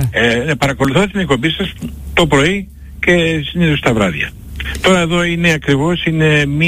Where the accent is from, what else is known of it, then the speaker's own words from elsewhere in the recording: Athens, Attica, Greece; also born or lived in Missolonghi; now in Delaware, United States; Η καταγωγή μου είναι από το Μεσολόγγι. Βασικά μεγάλωσα στην Αθήνα. Στη Νέα Φιλαδελφία.